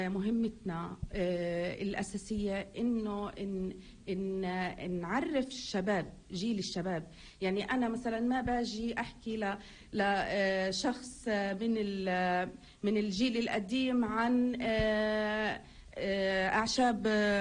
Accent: Palestine; وإحنا بفلسطين

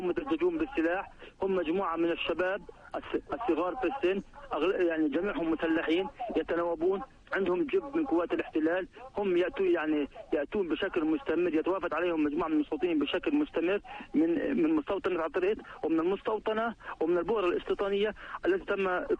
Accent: Umm Safa, Ramallah and al-Bireh Governorate, Palestine; هو وأهالي أم صفا لن نرحل ولن نترك منازلنا مهما بكت الظروف ومهما بكت الاعتداءات.

